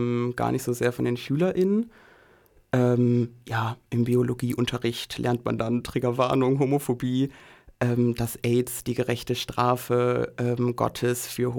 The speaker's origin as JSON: {"language": "German", "town": "Aachen", "region": "North Rhine-Westphalia", "country": "Germany", "moved": "as an adult", "lives_now": "Vienna, Austria", "said": "als queere Person, ich komme aus Aachen, mind you, und Aachen ist halt ungefähr genauso römisch-katholisch geprägt wie Wien und Österreich auch."}